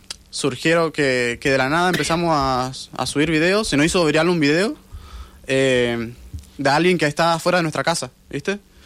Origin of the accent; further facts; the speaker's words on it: Real del Padre, Mendoza, Argentina; Yo soy de Real Padre.